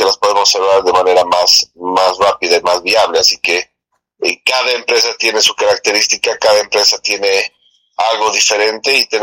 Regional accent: Bolivia; nosotros somos los bolivianos

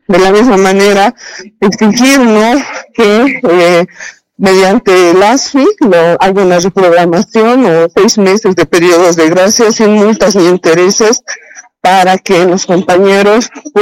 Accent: Bolivia; Todos somos hermanos bolivianos

